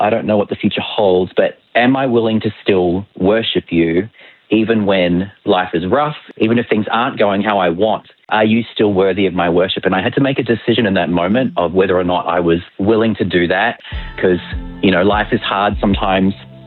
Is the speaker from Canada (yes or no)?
no; Australia; accent: Aussie Kiwi mixed; now in New Zealand; I have an Aussie Kiwi mixed accent. I'm actually Australian. I've lived in New Zealand for nearly 20 years.